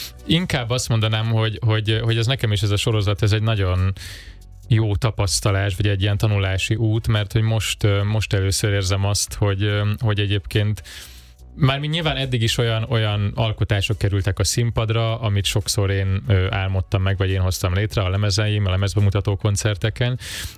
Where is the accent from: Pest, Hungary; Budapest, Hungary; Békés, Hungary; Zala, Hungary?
Zala, Hungary; moved away; egy zalai faluból származom, ahol nagyon elfogadó közegben és szoros közösségben nőttem fel, aztán elkerültem a városba